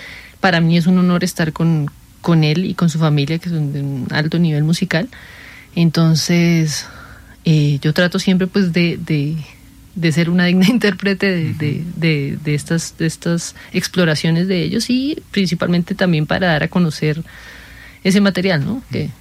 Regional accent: Colombia; a mí allá no me reconocían mucho como colombiana

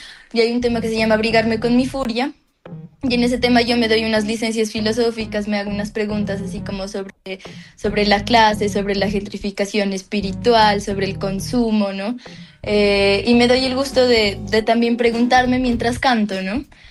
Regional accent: Pasto, Nariño, Colombia; moved away as an adult; now in Bogotá, Colombia; yo soy una artista pastusa, radicada en Bogotá hace varios años porque estudié ahí música en la Universidad Nacional.

